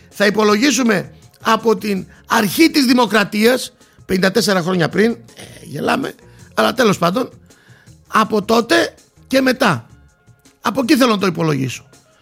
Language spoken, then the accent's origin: Greek; Greece; σαν Έλληνας πολίτης